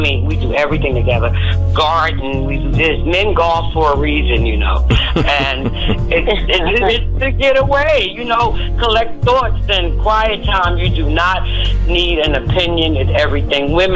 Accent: Bronx, New York, United States; from the Bronx. Good evening, everybody.

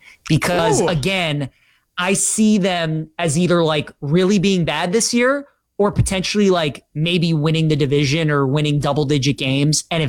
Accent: Northeast, United States; which surprised me so much about growing up in the Northeast, you know, growing up in the mid-At

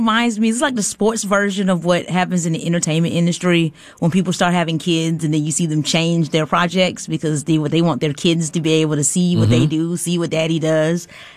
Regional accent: New Jersey, United States; I'm from Jersey.

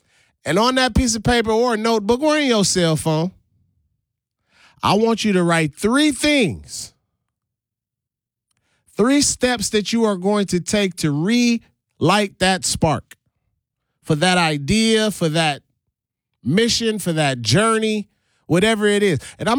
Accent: St. Thomas, U.S. Virgin Islands; now in Milwaukee, United States; And I'm from St. Thomas, the Virgin Islands. I believe in Milwaukee.

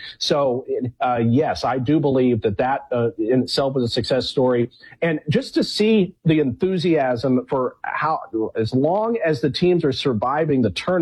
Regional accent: United States; this has kind of affected me in a way where I, as an American, I was blown away by this

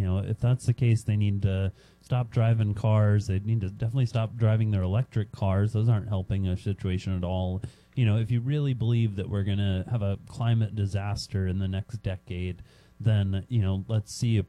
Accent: Florida, United States; growing up in Florida, like seeing some of the properties and the, you know, so close to the water.

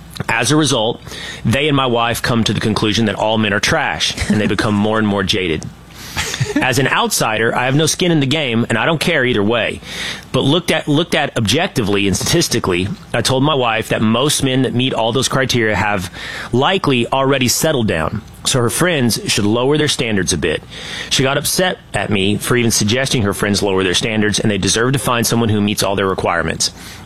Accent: Sherman, Texas, United States; So I grew up in Sherman, Texas, 30,000 people, right?

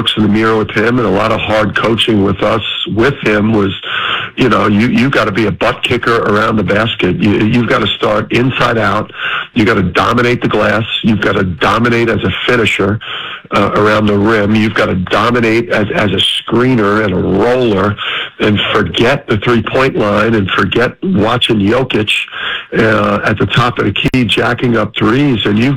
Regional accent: New Jersey, United States; I'm a hoops junkie, and I'm from Jersey.

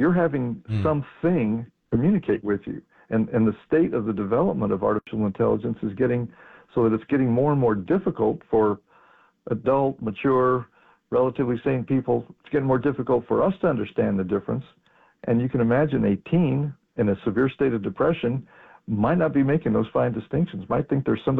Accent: New Mexico, United States; In my home state of New Mexico

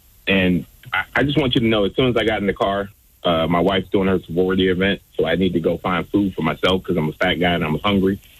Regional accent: Washington, District of Columbia, United States; I'm from Washington, D.C. originally.

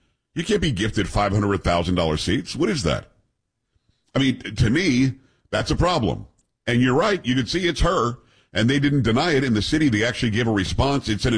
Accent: New York, United States; I'm originally from New York.

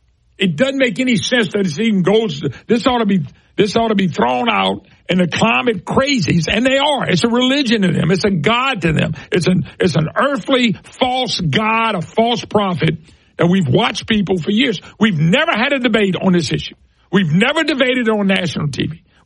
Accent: Plaquemine, Louisiana, United States; also born or lived in Monroe; I'm from the Plaquemine, Baton Rouge area. I already knew that area. Got a lot of friends and family members there. Lived in Monroe for 35 years.

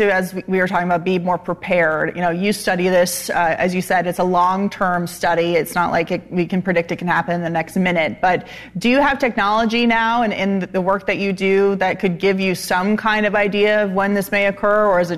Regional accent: the West, United States; Yeah, well, I'm from the West

